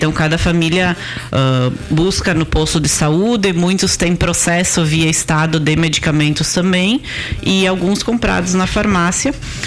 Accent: Veranópolis, Rio Grande do Sul, Brazil; now in Vila Flores, Brazil; Eu sou natural de Veranópolis e moro em Vila Flores

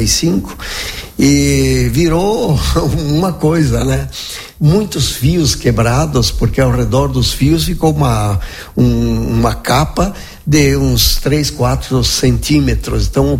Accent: Marau, Rio Grande do Sul, Brazil; moved away as an adult; also born or lived in Guaporé; Saí de Marau com 19 anos

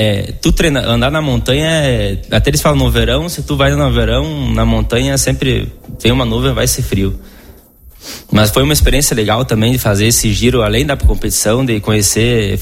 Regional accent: Brazil; Daí eu falei, não, eu sou brasileiro também, tal, era meu sonho fazer uma prova na Itália

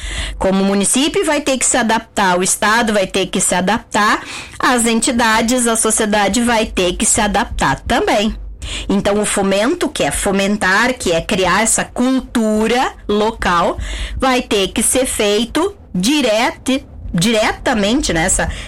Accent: Rio Grande do Sul, Brazil; Vou tomar um chimarrão, porque eu sou gaúcha

